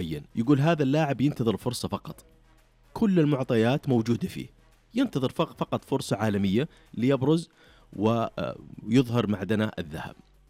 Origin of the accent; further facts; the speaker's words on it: Saudi Arabia; الهدف اللي سجله قدام الأرجنتين ترك بصمة كبيرة محليا على أقل تقدير عندنا في السعودية